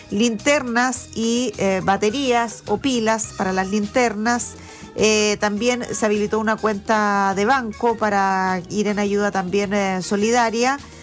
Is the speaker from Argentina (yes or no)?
no; Chile; Nosotros como chilenos sabemos lo que es un sismo de estas magnitudes